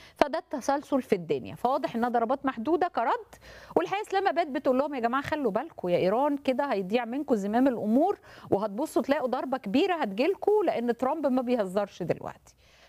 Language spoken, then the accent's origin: Arabic; Egypt